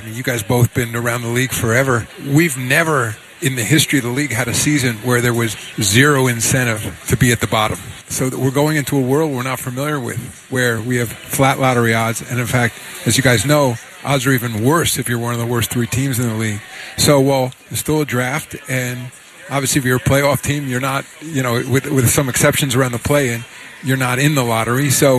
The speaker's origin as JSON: {"language": "English", "town": "New York City", "region": "New York", "country": "United States", "said": "I'm a New Yorker, you know, so, and I was alive for the last two, you know."}